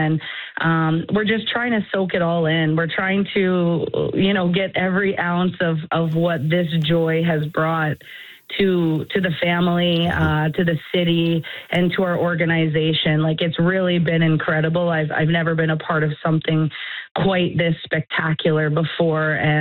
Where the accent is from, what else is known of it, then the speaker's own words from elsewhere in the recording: Nova Scotia, Canada; now in Montreal, Canada; Yeah, I mean, I didn't grow up in Montreal. I grew up in Nova Scotia, but a ton of Habs fans in Nova Scotia.